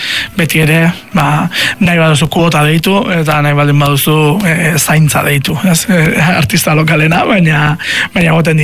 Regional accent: Canary Islands, Spain; Eta, eske, nik kanariarra naiz

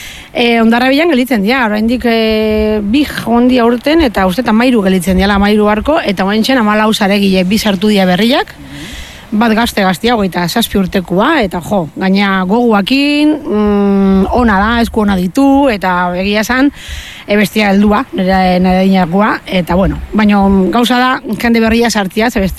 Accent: Pasaia, Basque Country, Spain; ni berez San Juan dara naiz, San Juanen jaio nintzen

